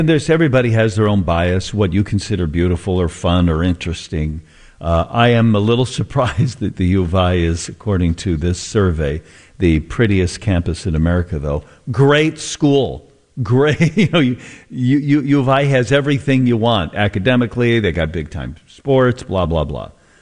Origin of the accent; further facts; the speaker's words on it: Urbana, Illinois, United States; I grew up in Urbana. I attended Cornell.